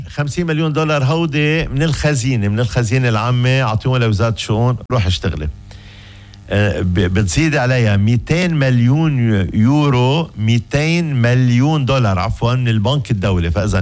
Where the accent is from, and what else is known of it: Lebanon